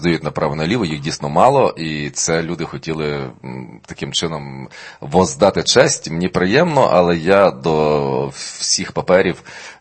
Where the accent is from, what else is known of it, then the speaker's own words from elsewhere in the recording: Skole district, Lviv Oblast, Ukraine; я в Скольому я тільки народився, тому що там був найближчий пологовий будинок, куди оце змогли доїхати. А так, це я з Колівщини, з ліквідованого Сколівського району.